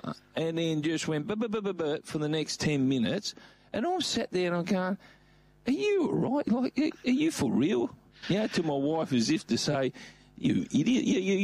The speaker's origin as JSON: {"language": "English", "country": "Australia", "tie": "born there", "said": "I was born here and I'm Australian."}